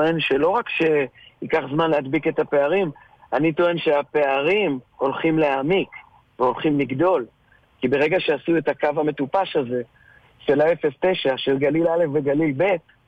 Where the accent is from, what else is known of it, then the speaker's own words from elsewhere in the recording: Northern District, Israel; החבל ארץ המאמם הזה, שאנחנו כל כך אוהבים, גדלנו בו